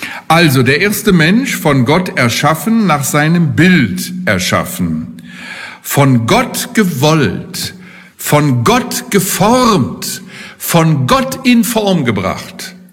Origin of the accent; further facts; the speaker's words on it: Germany; Wir sind ganz stolz als Deutsche